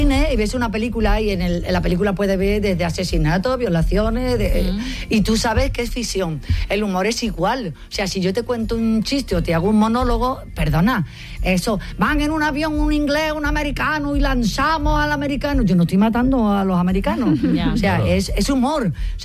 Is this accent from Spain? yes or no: yes; Cádiz, Andalusia, Spain; Yo como buena gaditana... el carnaval sufrió mucho la dictadura y la censura.